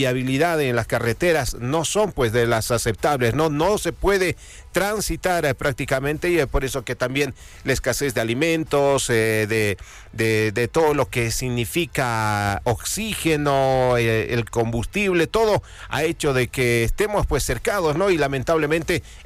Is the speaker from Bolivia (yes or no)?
yes; Bolivia; creo que todos somos bolivianos